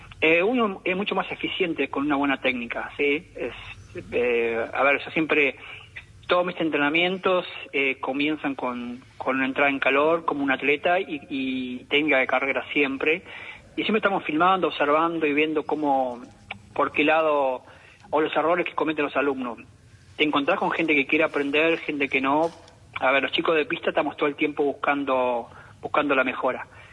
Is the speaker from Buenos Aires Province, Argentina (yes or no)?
no; Entre Ríos, Argentina; 9 de julio Villaguay, que está cerca de mi pueblo.